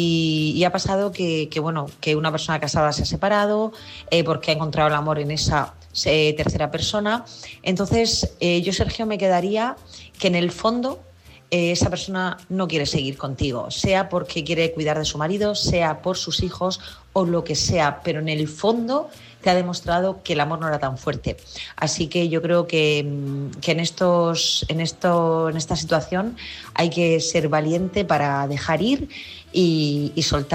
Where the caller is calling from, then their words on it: Murcia, Region of Murcia, Spain; corresponsal de Murcia.